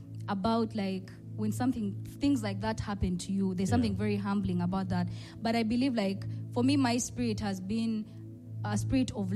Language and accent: English; Soroti, Eastern Region, Uganda; I grew up in Soroti.